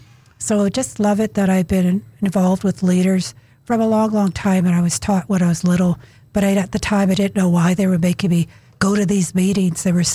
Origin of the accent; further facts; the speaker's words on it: Kitwanga, British Columbia, Canada; also born or lived in Terrace / Prince Rupert; I grew up in Kitwanga, B.C. I was born in my grandma's house up in that area, the Gitxsan country. And I went to school at Terrace and then to Prince Rupert.